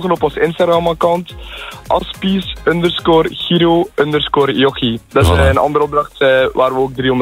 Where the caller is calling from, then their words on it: Herk-de-Stad, Flanders, Belgium; We zitten in Herk de Stad.